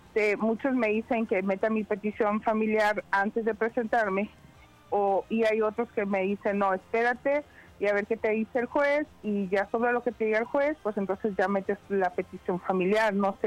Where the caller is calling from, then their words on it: Tennessee, United States; Yo actualmente vivo en Tennessee.